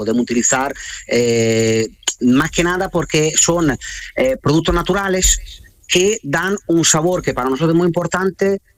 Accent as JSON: {"language": "Spanish", "country": "Italy", "lives_now": "Cádiz, Spain", "said": "es verdad que yo soy italiano, pero llevo ya muchos años, sobre todo con la heladería aquí."}